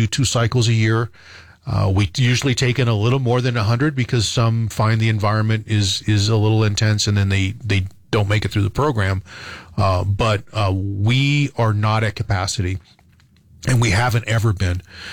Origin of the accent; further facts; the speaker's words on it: Dexter, New Mexico, United States; I grew up in Dexter, New Mexico, which is in southeast New Mexico.